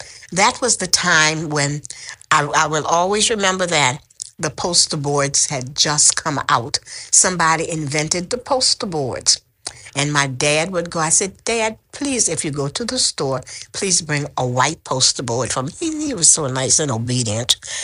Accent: LaPlace, Louisiana, United States; moved away; also born or lived in Reserve, Louisiana; I'm originally from La Place Reserve. I lived in La Place, and I went to school at Our Lady of Grace in Reserve. So I call both of those my home base.

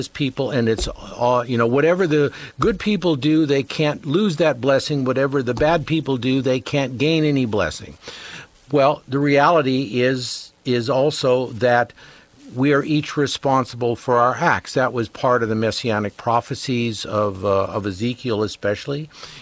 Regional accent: Saskatchewan, Canada; I'm from Saskatchewan, and in the northern part of Saskatchewan, north of Saskatoon, a lot of lightning strikes.

